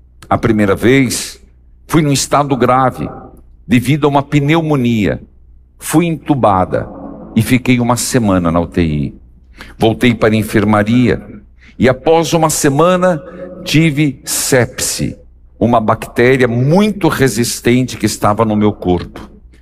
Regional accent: Fortaleza, Ceará, Brazil; hoje eu vim de Fortaleza, aqui no santuário, para dizer que sou grata a Deus

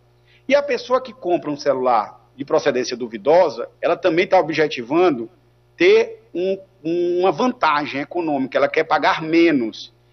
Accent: Piauí, Brazil; no estado de onde vim, no Piauí

